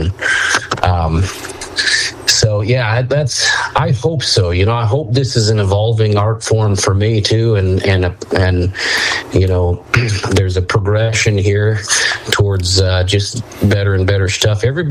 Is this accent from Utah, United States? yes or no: yes; Utah, United States; growing up in Utah, if you grow up as a rural kid here in Utah